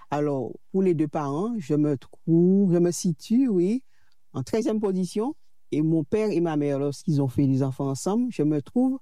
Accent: Ajoupa-Bouillon, Martinique; Alors, je viens de la commune d'Ajoupa-Bouillon, au nord.

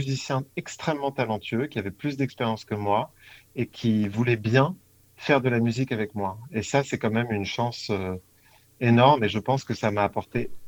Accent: Paris, Île-de-France, France; born there; Paris, je suis né à Paris.

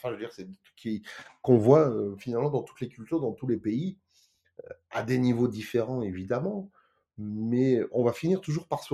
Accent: Nice, Provence-Alpes-Côte d'Azur, France; moved away as an adult; now in Japan; Je joue régulièrement aussi au musée des Arts Asiatiques de Nice. Donc là, c'est ma ville natale.

